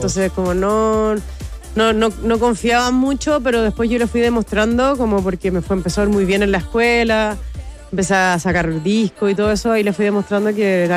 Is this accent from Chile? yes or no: yes; Chile